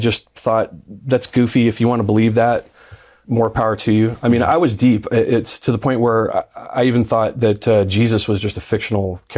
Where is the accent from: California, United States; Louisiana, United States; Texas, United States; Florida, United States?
California, United States; moved away as an adult; also born or lived in San Diego; I grew up in the San Bernardino Mountains in Southern California, and I had moved to San Diego, and I was working as a bar manager there.